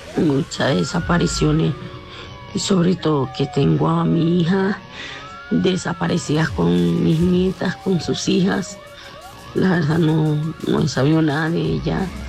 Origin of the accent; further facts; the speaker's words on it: Venezuela; soy venezolana y me siento muy triste por todo lo que está pasando hoy en día en mi país.